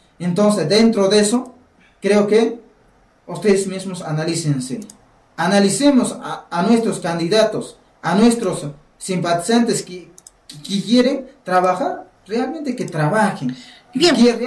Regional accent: Challhuahuacho, Apurímac, Peru; somos de acá de Chalhuacho, de acá a nivel distrito de la provincia de Cotabambas.

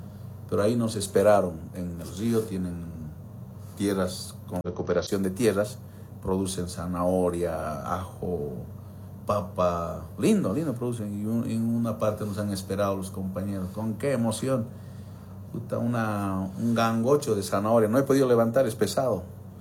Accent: Bolivia; como boliviano, no es concebible, definitivamente no es concebible este tipo de programas o proyectos

